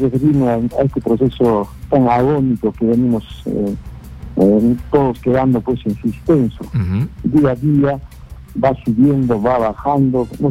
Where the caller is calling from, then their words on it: Cusco, Peru; Yo particularmente como peruano, que soy como cusqueño